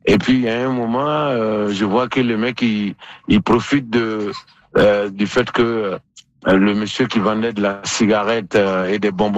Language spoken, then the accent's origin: French; Côte d’Ivoire; Les gens m'ont demandé d'où je viens, j'ai dit Côte d'Ivoire, ils ne savaient pas où était la Côte d'Ivoire. Mais quand je dis je viens du même pays